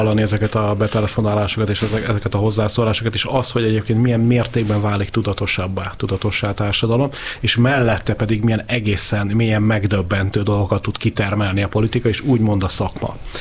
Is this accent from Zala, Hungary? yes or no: no; Pécs, Baranya, Hungary; én pécsi vagyok